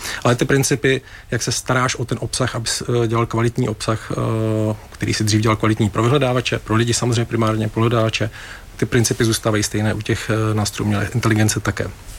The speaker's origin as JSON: {"language": "Czech", "town": "Brno", "region": "South Moravian Region", "country": "Czechia", "said": "já jsem teda z Brna původem a chodil jsem na Gimple"}